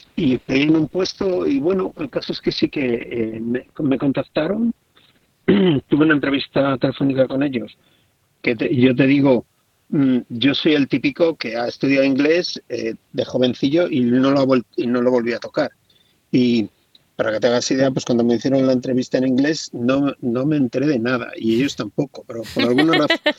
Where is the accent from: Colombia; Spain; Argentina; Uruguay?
Spain; Valladolid, Castile and León; moved away as an adult; now in Hong Kong; yo soy de Valladolid, me he criado en Valladolid, he vivido prácticamente toda la vida en Valladolid, he estudiado en la Escuela de Arte de Valladolid, estudié precisamente ilustración